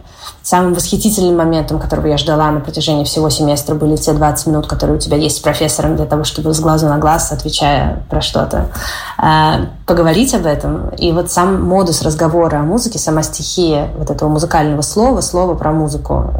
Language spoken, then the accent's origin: Russian; Moscow, Russia; В детстве я ходила в Вальдорфскую школу, 1060 знаменитую, до того, как пошла в Мнесинскую школу, где учился Мень. В общем, такая легендарная школа московская, которая в 90-е, когда я там училась, была Вальдорфской.